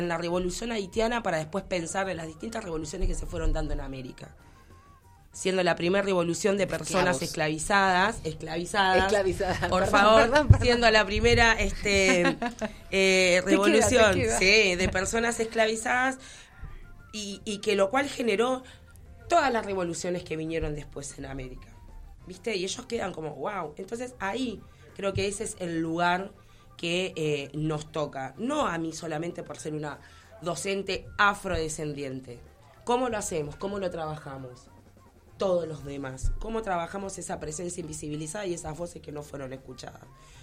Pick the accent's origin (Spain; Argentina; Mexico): Argentina; Quizás para nosotros, como país Argentina, sí.